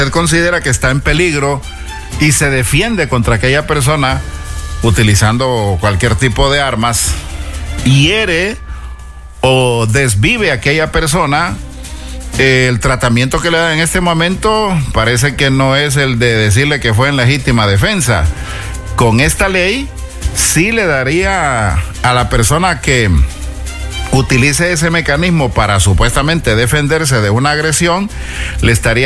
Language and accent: Spanish; Honduras; cómo somos los hondureños para alburear